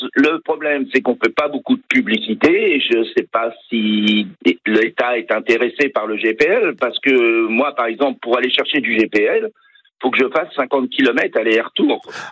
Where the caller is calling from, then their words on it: Brittany, France; Là, j'habite à Saint-Gilda.